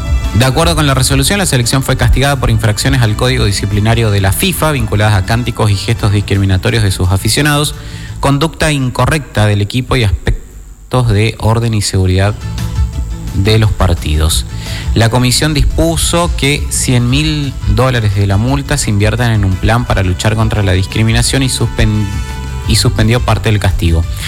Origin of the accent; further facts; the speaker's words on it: Argentina; ¿Somos cuántos los argentinos?